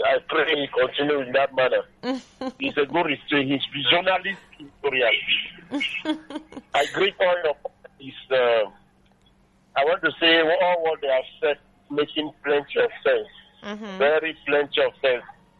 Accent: Southwest Region, Cameroon; moved away as an adult; also born or lived in Northwest Region, Cameroon; now in Yaoundé, Cameroon; I was born and brought up in the Southwest. I'm a Southwest man, I can say so, but originally from Northwest.

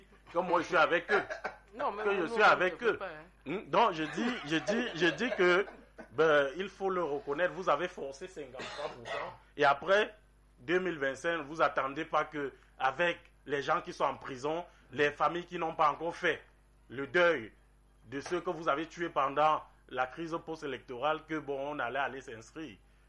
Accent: Cameroon; il faut quand même, on est des Camerounais, c'est pas de la corruption.

